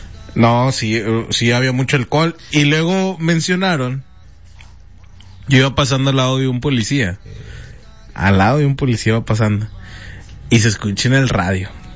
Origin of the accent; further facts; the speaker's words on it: Mexico; Sin embargo, somos mexicanos.